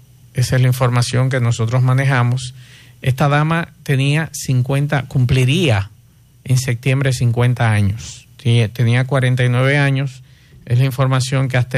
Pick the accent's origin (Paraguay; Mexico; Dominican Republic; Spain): Dominican Republic; somos nosotros los dominicanos